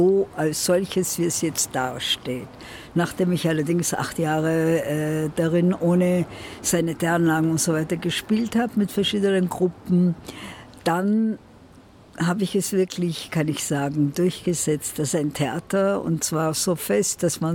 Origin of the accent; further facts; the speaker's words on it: Iran; now in Vienna, Austria; ich komme aus dem Iran, worauf ich gleich mal sagen muss, sehr stolz bin